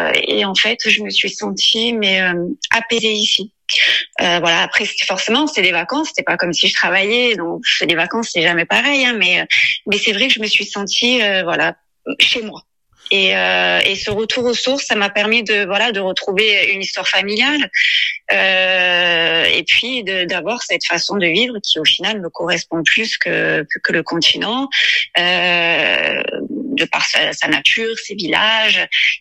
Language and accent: French; Marseille, Provence-Alpes-Côte d'Azur, France; now in Corsica, France; Je suis de Marseille de base, mais mes racines sont corses puisque ma grand-mère calvaise est originaire de Montcal et de Calenzane.